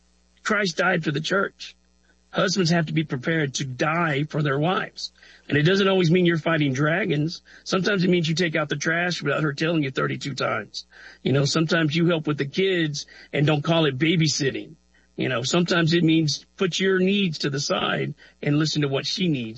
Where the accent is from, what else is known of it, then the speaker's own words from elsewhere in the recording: the South, United States; born there; I grew up on wrestling in the South.